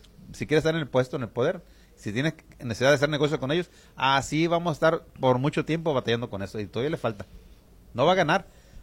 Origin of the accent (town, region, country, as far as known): Mexico